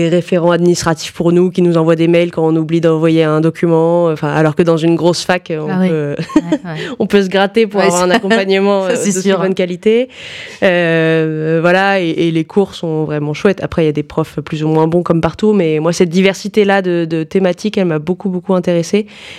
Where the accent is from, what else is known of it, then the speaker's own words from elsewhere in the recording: Lyon, Auvergne-Rhône-Alpes, France; also born or lived in Toulon; Et j'ai été à Lyon à partir de mes 3 ans